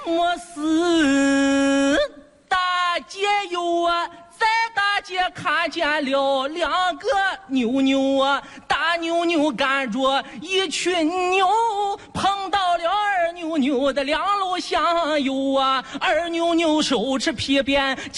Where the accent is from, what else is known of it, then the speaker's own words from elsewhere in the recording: Shanxi, China; 我是一个土生土长的山西人